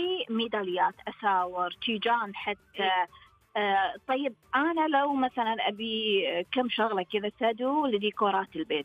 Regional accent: Saudi Arabia; احنا يعني سعوديين وخليجيين

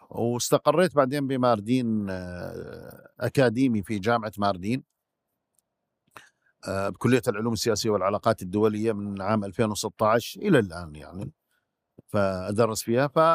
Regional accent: Syria; moved away as an adult; طبعا أنا طلعت من سوريا لأنه نتيجة طلب النظام، طلبني ب 15/11/2014

